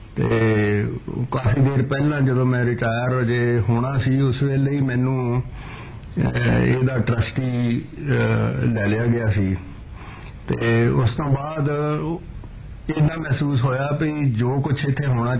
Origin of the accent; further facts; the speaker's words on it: Punjab, India; moved away as an adult; now in Jalandhar, India; ਸਰਦਾਰ ਭਗਤ ਸਿੰਘ ਵਾਲਾ ਉਹ ਜੀ ਮਹਾਨ ਸ਼ਖਸੀਅਤ ਦਾ ਉਹ ਅਸੀਂ ਬੜੀ ਖੁਸ਼ਕਿਸਮਤ ਆ ਵੀ ਉੱਥੇ ਦੇ ਰਹਿਣ ਵਾਲੇ ਆ